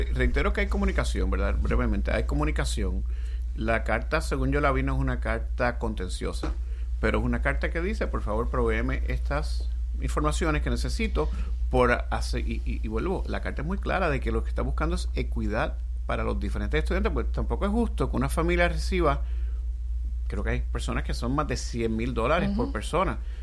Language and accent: Spanish; Puerto Rico; Como puertorriqueño, ese digo, no me gusta que me impongan las cosas.